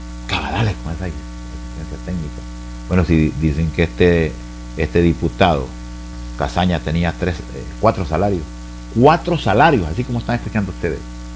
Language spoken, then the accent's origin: Spanish; Honduras